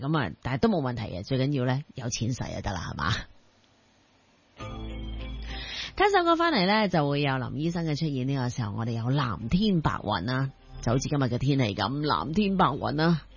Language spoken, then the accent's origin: Cantonese; Hong Kong; 但係我哋香港人呢依然都係好拥护呢一个嘅纸币嘅。